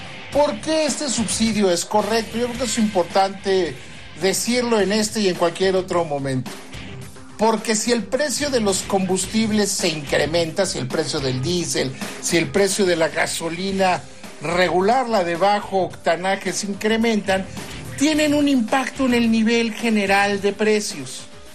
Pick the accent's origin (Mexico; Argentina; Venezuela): Mexico; somos mexicanos